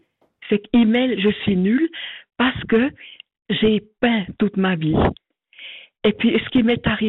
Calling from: Vaud, Switzerland; Entre Lausanne et Nyon.

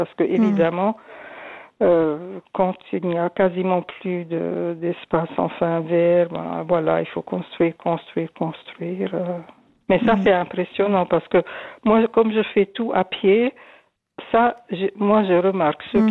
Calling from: Switzerland; du côté du lac de Neuchâtel.

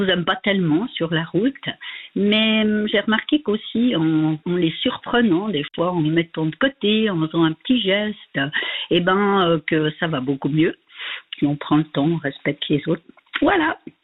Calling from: Valais, Switzerland; Je vis en Valais

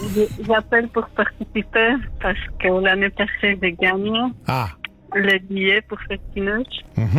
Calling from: Corgémont, Bern, Switzerland; j'appelle depuis Corgémont.

